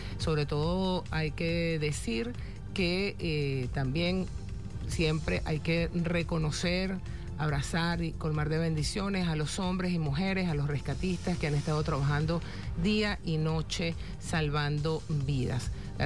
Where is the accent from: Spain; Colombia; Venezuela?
Venezuela; como somos los venezolanos, de un amor, de una capacidad, de una palabra necesaria en el momento justo